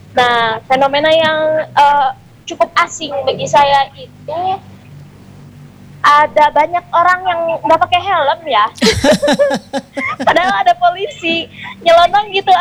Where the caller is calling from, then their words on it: Cimahi, West Java, Indonesia; sebagai warga Cimahi.